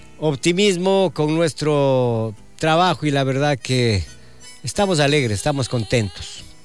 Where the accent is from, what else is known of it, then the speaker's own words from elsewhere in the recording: Ecuador; como buenos ecuatorianos seguimos firmes